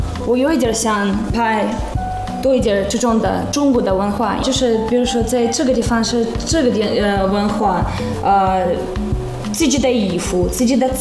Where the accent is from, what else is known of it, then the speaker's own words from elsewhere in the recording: Russia; Chinese is a second language; moved away as an adult; now in Chengdu, China; 当我是俄罗斯人，但其实我会法文的天学。本来我准备待在成都两周左右，然后再回俄罗斯再考虑一下。